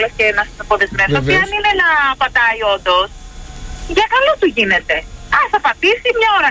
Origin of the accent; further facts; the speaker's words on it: Thessaloniki, Central Macedonia, Greece; από τη Θεσσαλονίκη.